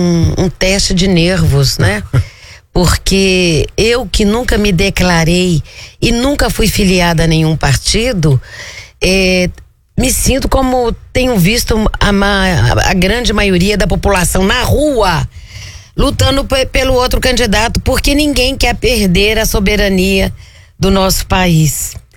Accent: Brazil; Mas a gente, como brasileira

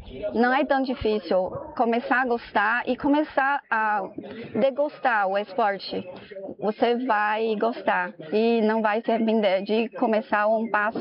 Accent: China; Portuguese is a second language; moved away as an adult; now in Brazil; Sou chinesa e sou da China mesmo.

